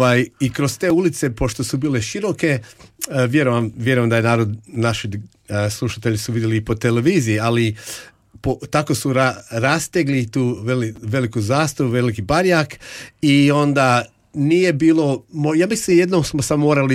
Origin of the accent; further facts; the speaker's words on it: Australia; accent: Australian; oni su nam poznali da smo mi Australci po našom govoru.